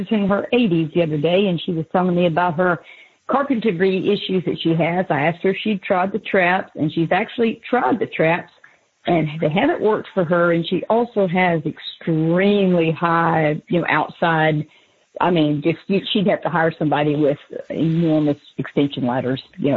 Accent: Birmingham, Alabama, United States; I grew up in Birmingham

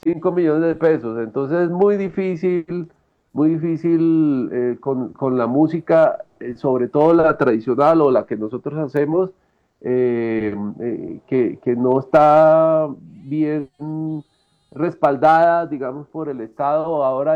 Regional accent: Colombia; Nosotros somos seres colombianos

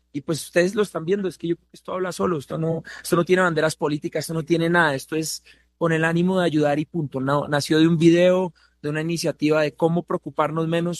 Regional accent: Colombia; Miren, cuando nos unimos como colombianos sin banderas políticas, sin nada, lo que logramos no tiene palabras.

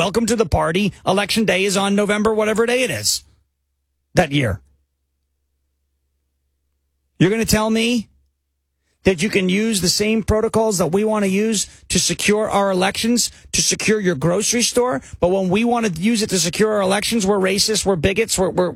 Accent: New York, United States; Jim's from New York. I'm from New York. This is something that's very common.

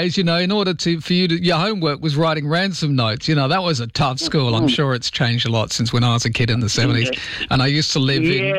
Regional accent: Inglewood, Western Australia, Australia; I went to this house that I grew up in Inglewood in 9th Avenue, top of the hill, and it was next to the hall.

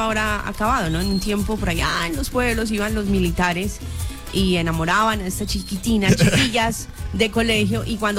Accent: Tolima, Colombia; en mi tierra, en el Tolima, pues que queda la base de Tolemaida

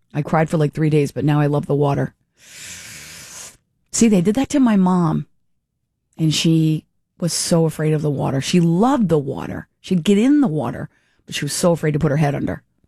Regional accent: Warwick, Rhode Island, United States; Warwick Vets High School, the original. So I don't know if that's the middle school now. That was my hometown.

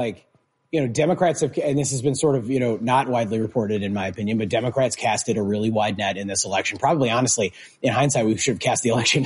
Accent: Chicago, Illinois, United States

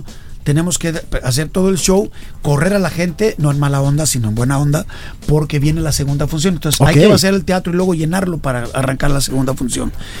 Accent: León, Guanajuato, Mexico; now in Guadalajara, Mexico; Guanajuato, sí. Lo que pasa es que yo tengo más años viviendo aquí que en mi tierra.

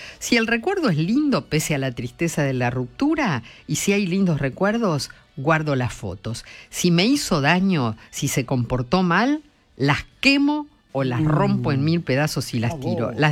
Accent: Colonia Ensayo, Entre Ríos, Argentina

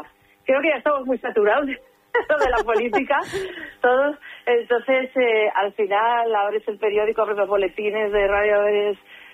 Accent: Pamplona, Navarre, Spain; Yo soy de Pamplona

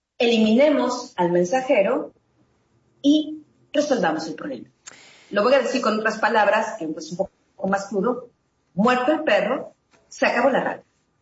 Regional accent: Mexico; Pero yo, al menos como mexicana, no quiero estar pagando con mis impuestos a una señora que no está cumpliendo

